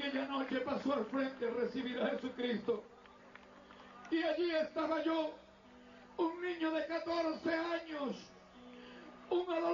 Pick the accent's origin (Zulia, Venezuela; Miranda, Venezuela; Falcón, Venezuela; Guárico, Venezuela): Guárico, Venezuela; Altagracia de Orituco; A la edad de 14 años, en mi pueblo natal, la ciudad de Altagracia de Orituco, en el estado Guárico